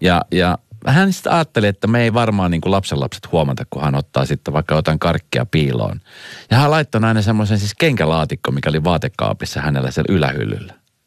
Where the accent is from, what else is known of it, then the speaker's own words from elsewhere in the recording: Colombia; Finnish is a second language; Minä yhtäkkiä huono suomi. Mä olen Kolumbiasta.